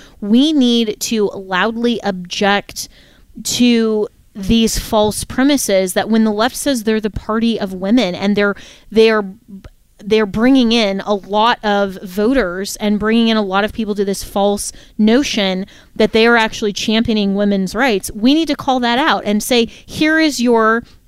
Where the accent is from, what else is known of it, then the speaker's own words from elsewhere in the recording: Florida, United States; And I'd love for you to come to my home state of Florida. We should do one here.